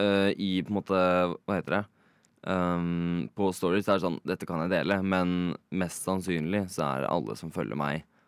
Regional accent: Oslo, Norway; jeg er ikke fra Bærum, men jeg er fra på en måte broren, som er sånn Holmenkollen.

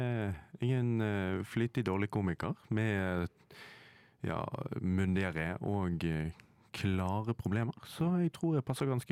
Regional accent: Bergen, Vestland, Norway; now in Oslo, Norway; Jeg jo fra Bergen

